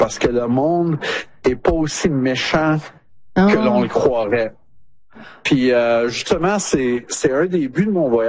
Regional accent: Canada; ils m'ont demandé si je venais du Canada. Je dis ben oui

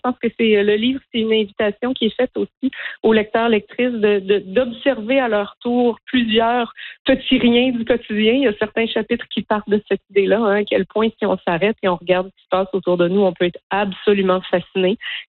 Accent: Ontario, Canada; Donc, je suis née en Ontario, j'ai grandi en Ontario.

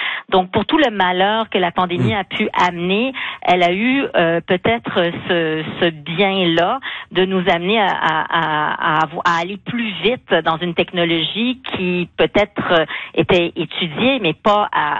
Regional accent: Canada

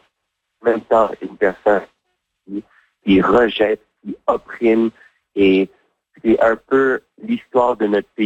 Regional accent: Canada; pour essayer de comprendre en tant que Canadien comment est-ce qu'on peut mieux se comprendre.

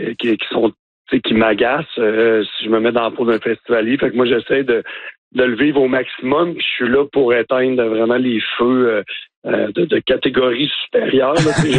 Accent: Baie-Saint-Paul, Quebec, Canada; on est born and raised, là, tu sais, on est de Baie-Saint-Paul, fait qu'on connaît les gens

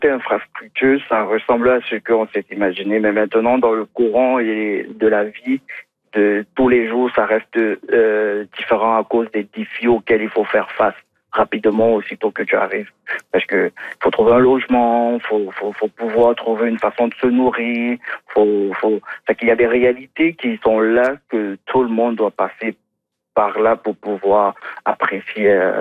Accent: Douala, Littoral, Cameroon; now in Quebec, Canada; Moi, je suis originaire du Cameroun, en Afrique centrale.

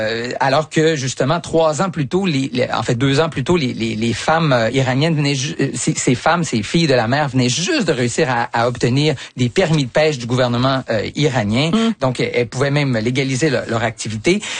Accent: Canada

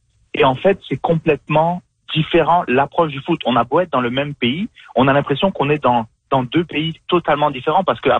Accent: Niger; born there; Moi, je suis né au Niger, en Afrique de l'Ouest.

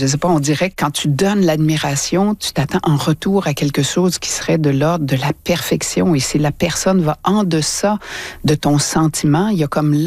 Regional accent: Quebec City, Quebec, Canada; Et on est deux de Québec, Jean-Philippe.

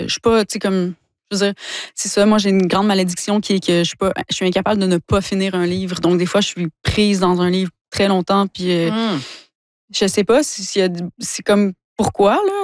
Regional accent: Quebec, Canada; Ma famille vient du bas du fleuve aussi, mais j'ai grandi en Gaspésie.

